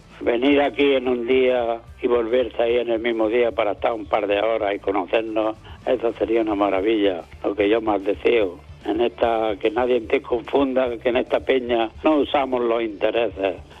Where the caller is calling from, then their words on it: Almuñécar, Andalusia, Spain; de Almuñécar.